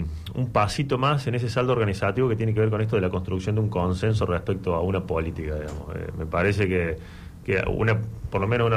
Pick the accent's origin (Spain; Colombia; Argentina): Argentina; quienes pisamos el suelo argentino